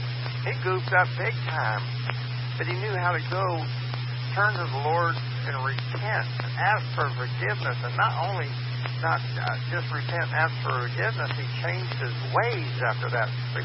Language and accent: English; Fort Lauderdale, Florida, United States; I grew up on Fort Lauderdale Beach in the 60s.